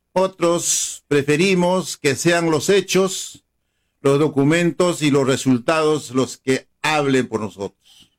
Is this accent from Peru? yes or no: yes; Chumpi, Ayacucho, Peru; mi pueblo de Chumpi